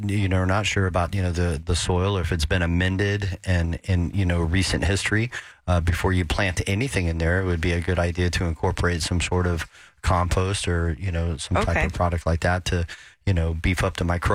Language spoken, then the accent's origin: English; Houston, Texas, United States; growing up in Houston, Texas